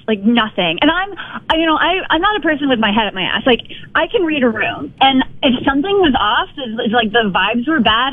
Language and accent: English; Ireland; Girl, I'm Irish. I can handle that.